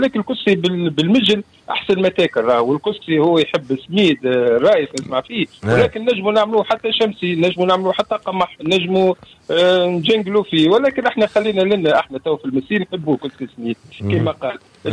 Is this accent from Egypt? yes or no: no; Tunisia; احنا توانسه